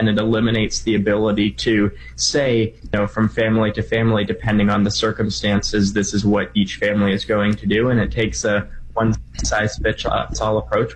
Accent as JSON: {"language": "English", "country": "Canada", "said": "Yeah, or my home country of Canada either"}